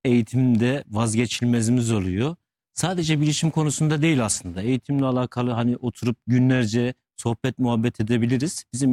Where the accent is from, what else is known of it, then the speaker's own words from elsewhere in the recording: Elazığ, Turkey; evet Elazığlıyım.